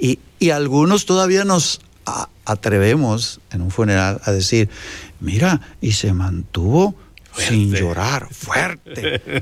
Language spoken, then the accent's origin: Spanish; Sonora, Mexico; yo soy de Sonora, Tijuana, Sonora